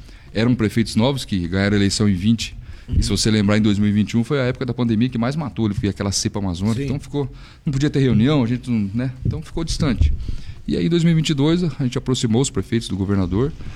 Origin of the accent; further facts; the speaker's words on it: Paraná, Brazil; Nós somos brasileiros paranaenses, mas moramos em uma cidade.